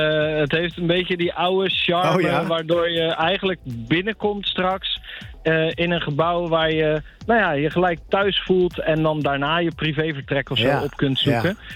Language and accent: Dutch; Rotterdam, South Holland, Netherlands; het is wel tof gewoon als Rotterdammer ook om dit te mogen aanschouwen. Ik sta nu in het wijkpark Oude Westen naar de achtergevel te kijken.